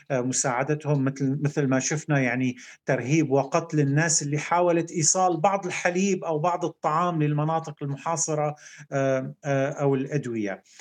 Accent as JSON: {"language": "Arabic", "country": "Syria", "said": "بلدنا سوريا"}